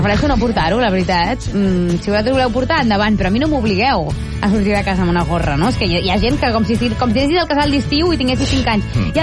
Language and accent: Catalan; Blanes, Catalonia, Spain; born or raised there